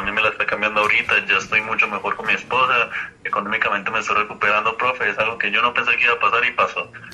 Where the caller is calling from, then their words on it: La Mesa, Cundinamarca, Colombia; lo estoy llamando desde aquí, desde la mesa Cundinamarca